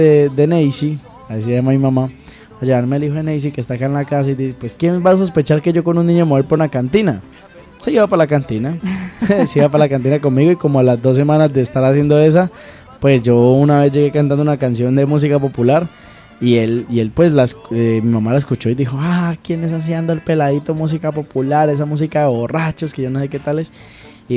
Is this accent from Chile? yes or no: no; Florencia, Caquetá, Colombia; raíces huilenses. Sí, y bueno, no, pues es muy curioso porque, aunque no, yo nací en Florencia y me crié allá, pero siempre fue como muy, muy, muy común venir mucho por estos lados.